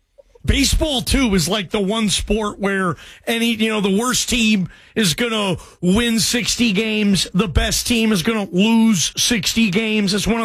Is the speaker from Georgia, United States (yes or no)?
no; Seattle, Washington, United States; Look, I'm from Seattle, guys.